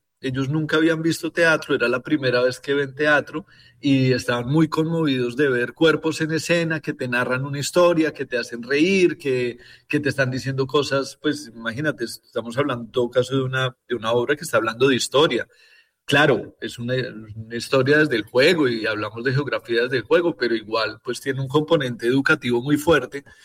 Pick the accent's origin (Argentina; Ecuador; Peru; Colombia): Colombia; Bogotá, Bogotá Capital District; now in Valledupar, Colombia; Yo soy de Bogotá